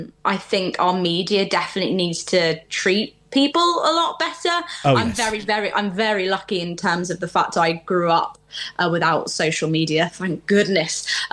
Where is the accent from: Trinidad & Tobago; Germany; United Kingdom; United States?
United Kingdom; I'm British